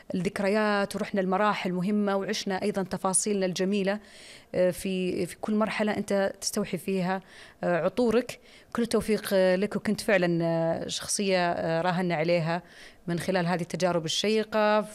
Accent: Saudi Arabia

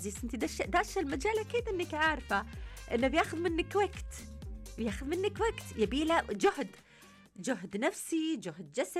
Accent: Saudi Arabia; عندنا في السعودية

